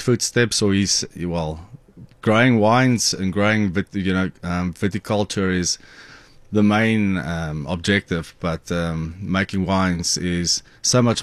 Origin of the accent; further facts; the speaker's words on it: Western Cape, South Africa; moved away; My father's father was an apple farmer in Elgin, and my mom's parents were grape growers in Botlaray, which is a small ward just off Stellenbosch towards Cape Town. So, you know, me growing up in a wine farm